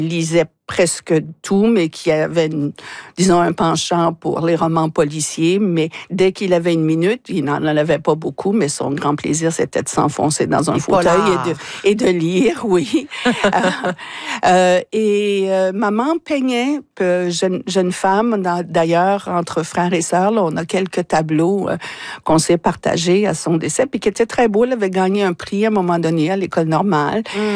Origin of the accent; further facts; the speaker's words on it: Moncton, New Brunswick, Canada; Nous, on a grandi à Moncton, mais on a grandi avec des histoires de papa qui partait même sur le train de Moncton